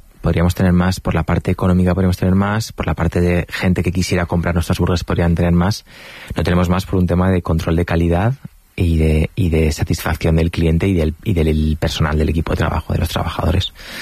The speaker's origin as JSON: {"language": "Spanish", "region": "Valencian Community", "country": "Spain", "said": "Los domingos hago paellas como buen valenciano en casa"}